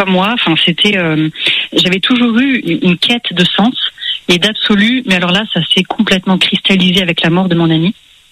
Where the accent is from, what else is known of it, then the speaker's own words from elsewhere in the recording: Île-de-France, France; now in Paris, France; j'ai grandi dans une famille catholique, mais vous savez, dans les Yvelines, la religion était présente dans ma vie, mais c'était pas central.